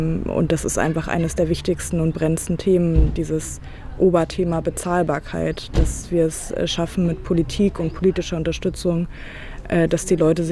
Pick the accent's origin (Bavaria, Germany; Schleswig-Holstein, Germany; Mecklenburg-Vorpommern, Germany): Mecklenburg-Vorpommern, Germany; Ich meine, ich komme aus MV, ich bin hier aufgewachsen, meine Familie lebt hier